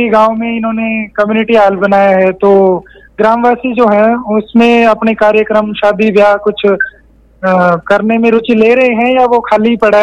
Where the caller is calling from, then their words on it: Bhiwani district, Haryana, India; मैं मंडोली कला भिवानी डिस्ट्रिक्ट से बोल रहा हूँ सर।